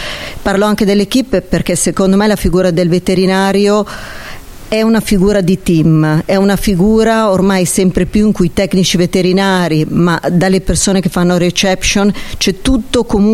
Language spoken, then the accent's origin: Italian; Lombardy, Italy; Io ho 2 anni e mezzo, sono di Cremonese e quindi abbiamo Santa Lucia.